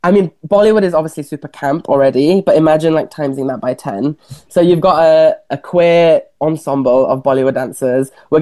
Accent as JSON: {"language": "English", "town": "Leicester", "region": "East Midlands", "country": "United Kingdom", "tie": "born or raised there", "said": "Because I remember growing up, I grew up in Leicester, and even as I started to get older, I did go to Pride in Leicester"}